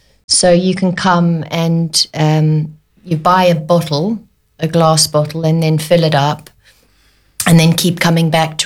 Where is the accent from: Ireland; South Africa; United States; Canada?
South Africa; Johannesburg, Gauteng; born there; I was born in South Africa.